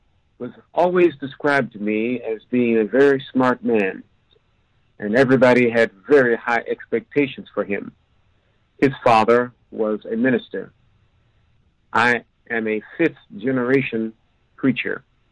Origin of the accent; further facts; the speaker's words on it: Columbus, Ohio, United States; in 1950, I was taken to a minstrel show in Dawson, Georgia, when I was visiting from Columbus, Ohio, back in Dawson at the age of 9.